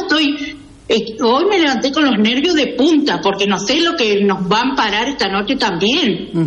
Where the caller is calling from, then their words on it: Reconquista, Santa Fe, Argentina; Yo vivo en Barro Ligado.